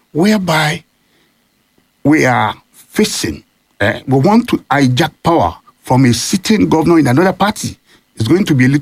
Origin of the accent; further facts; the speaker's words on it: Oyo, Nigeria; I'm also outside Ibadan. Yes. I'm from Ibora.